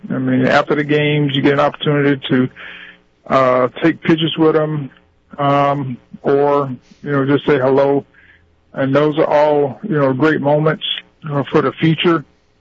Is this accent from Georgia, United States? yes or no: yes; Thomasville, Georgia, United States; I'm from Thomasville, Georgia.